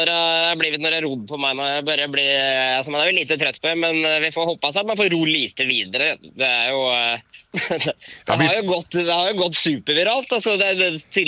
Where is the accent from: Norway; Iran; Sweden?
Norway; Ja, jag är i Oslo just nu, men nu står jag på flygplatsen och ska till Sverige, så jag är ingen bra norrman idag.